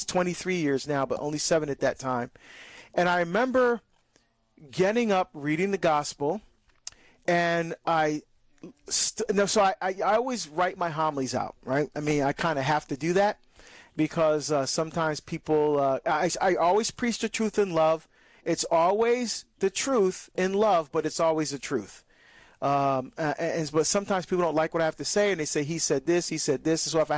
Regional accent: Barbados; very popular in my country, my home country of Barbados. In fact, when my daughter Angela and I go home, I call home Barbados, that's where I'm from, right?

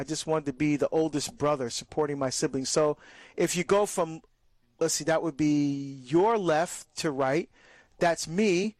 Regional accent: Barbados; very popular in my country, my home country of Barbados. In fact, when my daughter Angela and I go home, I call home Barbados, that's where I'm from, right?

